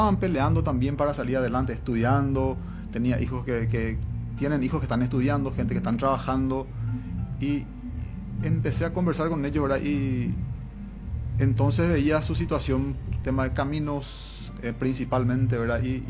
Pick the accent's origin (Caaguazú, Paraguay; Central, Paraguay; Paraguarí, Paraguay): Caaguazú, Paraguay; Coronel Oviedo; Yo, por cuestiones de trabajo y demás, me tocó salir de Coronel Oviedo varias veces, pero siempre yo quise quedarme acá. Yo le quiero mucho a mi ciudad, Luis